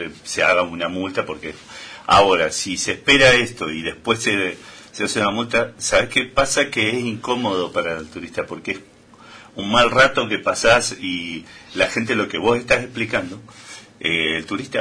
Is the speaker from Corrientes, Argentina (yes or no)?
no; Malargüe, Mendoza, Argentina; que somos de Malargüe